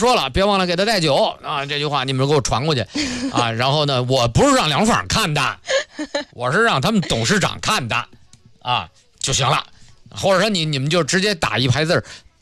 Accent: Beijing, China; 因为作为北京人

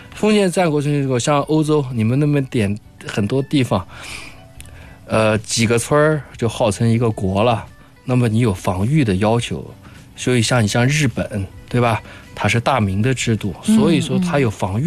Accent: China

